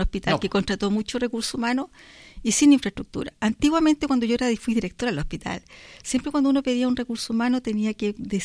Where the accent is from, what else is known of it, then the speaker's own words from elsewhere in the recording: Quinta de Tilcoco, O'Higgins, Chile; born there; moved away; Soy nacida en Quinta del Coco.